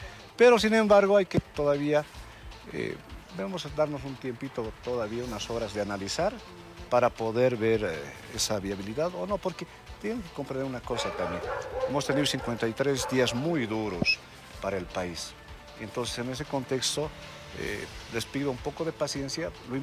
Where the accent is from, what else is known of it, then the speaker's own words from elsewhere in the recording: La Paz, Bolivia; Yo como paseño y obviamente como boliviano